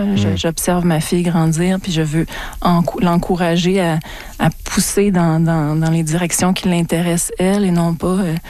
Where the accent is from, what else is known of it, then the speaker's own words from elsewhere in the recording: Montreal, Quebec, Canada; parce que moi, je suis une Montréalaise, donc je suis